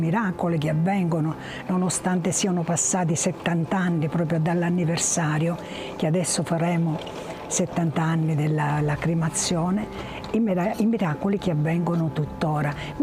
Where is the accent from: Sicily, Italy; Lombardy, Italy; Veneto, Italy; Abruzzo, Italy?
Sicily, Italy; Syracuse; sono di Siracusa, sono nata in agosto del 53. Una data molto importante per noi siracusani